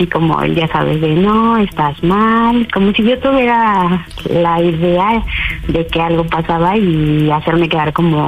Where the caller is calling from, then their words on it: Cuernavaca, Morelos, Mexico; Tengo 38 años y soy de Cuernavaca.